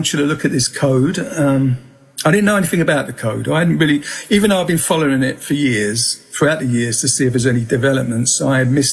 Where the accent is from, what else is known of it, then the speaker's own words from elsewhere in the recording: Peckham, London, United Kingdom; also born or lived in North Devon; now in Wisconsin, United States; Yeah, so I was brought up in Southeast London, Peckham, and I think by the time Jim contacted me, out of the blue this was, I was in, Yeah, I was living in North Devon, you know, Southwest England.